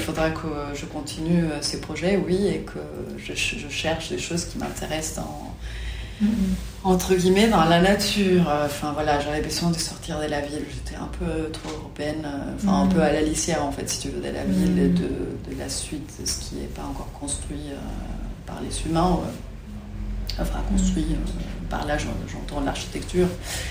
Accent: Ensenada, Baja California, Mexico; French is a second language; also born or lived in Mexico City; Moi, je viens de Mexico, mais j'ai grandi dans une toute petite ville qui s'appelle Ensenada, donc pas loin de la frontière avec les États-Unis.

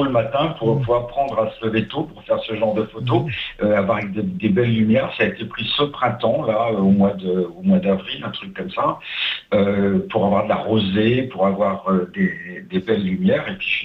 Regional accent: Grand Est, France; now in Saint-Gély-du-Fesc, France; chez moi en Champagne

